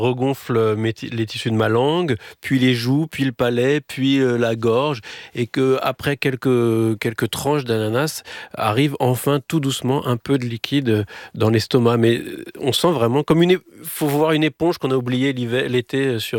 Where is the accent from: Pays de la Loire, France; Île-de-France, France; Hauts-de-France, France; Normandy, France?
Île-de-France, France; Paris; et en tant que petit parisien, j'ai l'impression que j'aurais pas eu ma place à bord